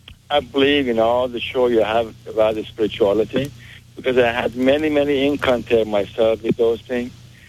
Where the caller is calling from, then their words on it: Chicago, Illinois, United States; Yes, I'm calling from Chicago.